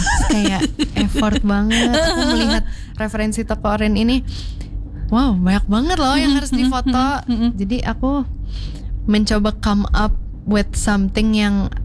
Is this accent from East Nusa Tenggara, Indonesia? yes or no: no; Bekasi, West Java, Indonesia; now in Surabaya, Indonesia; Aku asli Bekasi.